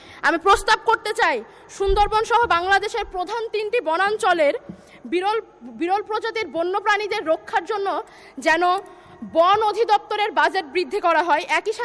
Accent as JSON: {"language": "Bangla", "town": "Daulatpur", "region": "Khulna Division", "country": "Bangladesh", "tie": "born or raised there", "said": "আমি সীমান্তবর্তী এলাকায় জন্মগ্রহণ করেছি। মাননীয় স্পিকার, আমি কুষ্টিয়া জেলার দৌলতপুর উপজেলার মেয়ে।"}